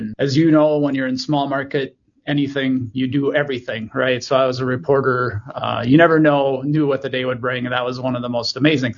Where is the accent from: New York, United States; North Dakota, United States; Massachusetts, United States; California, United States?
North Dakota, United States; Bismarck; also born or lived in Minot; I was born in Bismarck and eventually made my way to the University of North Dakota.